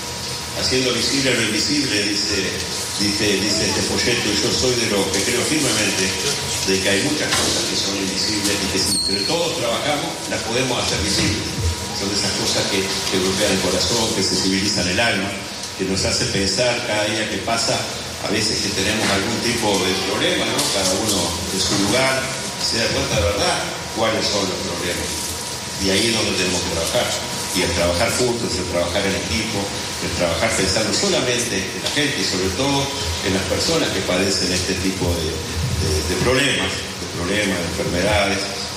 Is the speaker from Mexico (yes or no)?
no; Carmelo, Colonia, Uruguay; Ustedes vienen de Carmelo, que a su vez es mi pueblo.